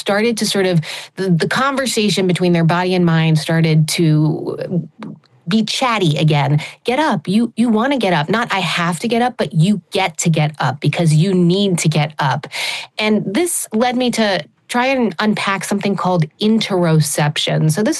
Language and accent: English; United States; Yeah, you know, for me, I think growing up in the United States, we're so focused on organized sports